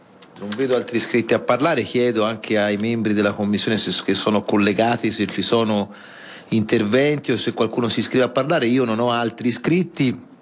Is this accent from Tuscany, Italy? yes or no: yes; Tuscany, Italy; siamo toscana come me